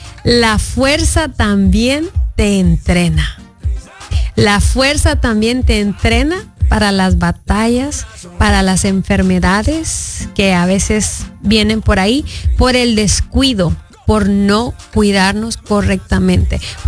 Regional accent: Honduras; moved away; yo soy de Honduras

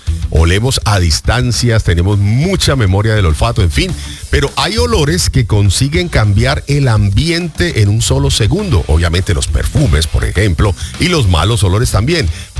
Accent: Colombia; now in Miami, United States; Yo recuerdo mi niñez, por ejemplo, mi adolescencia en Colombia

